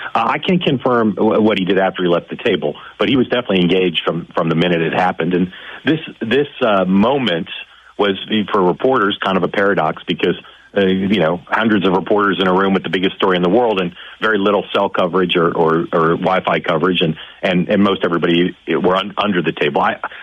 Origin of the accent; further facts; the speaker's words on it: United States; You know, I'm a American and I'm a dad and a husband, but also a reporter.